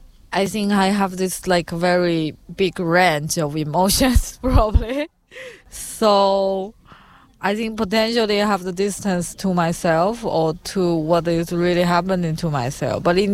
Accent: China; English is a second language; now in Poland; like because I come from China and I see so empty street.

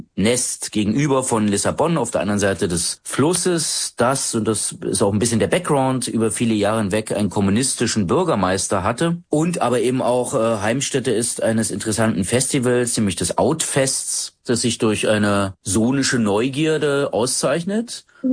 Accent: Mecklenburg-Vorpommern, Germany; also born or lived in East Berlin / Greifswald; Ich wurde geboren im Sommer des Jahres 69 in Ost-Berlin, dann verschleppt nach Vorpommern. Dort bin ich, was damals nicht so genannt wurde, dort bin ich aufgewachsen. Das war mein Weltzugangspunkt über viele Jahre hinweg, wobei der nächste Orientierungspunkt Berlin, Hauptstadt der DDR, war.

